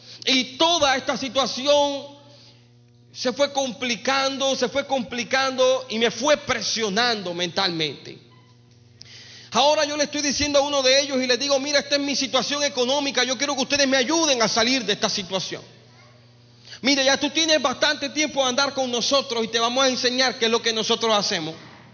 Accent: Colombia

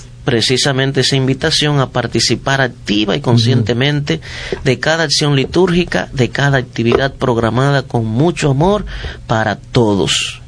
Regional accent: Palmarito, La Vega, Dominican Republic; moved away; la parroquia del Beato Bonó de Palmarito, La Vega, de donde yo soy.

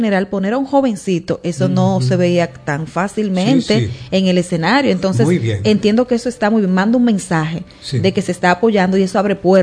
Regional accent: Dominican Republic; yo soy dominicana, me incluyo

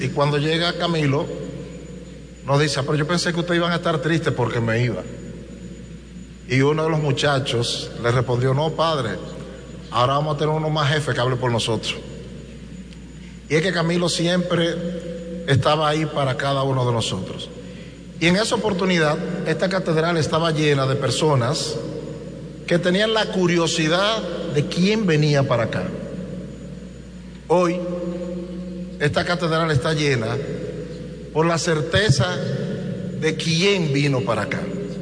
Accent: Santo Domingo, Distrito Nacional, Dominican Republic; Yo soy de Cristo Rey, quedé huérfano muy temprano

